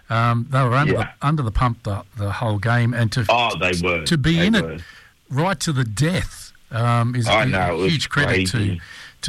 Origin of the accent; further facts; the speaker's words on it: Scone, New South Wales, Australia; moved away; Then you're heading up to an area, my old stomping ground. I grew up in the Hunter Valley in Scone.